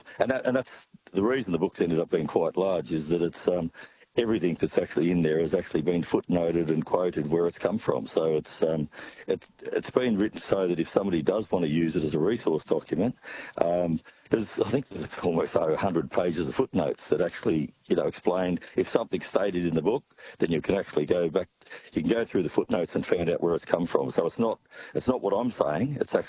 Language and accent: English; Walkerville, Australia; I'm from Walkerville, and Walkerville, we've lost our schools, we've lost our footy team, numbers have just dropped off extraordinarily